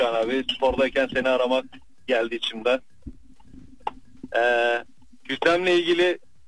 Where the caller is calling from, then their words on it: İzmir, Turkey; İzmir'den sporcu olan.